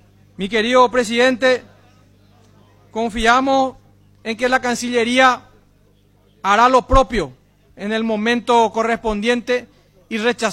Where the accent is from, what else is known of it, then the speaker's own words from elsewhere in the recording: Paraguay; Nosotros como paraguayos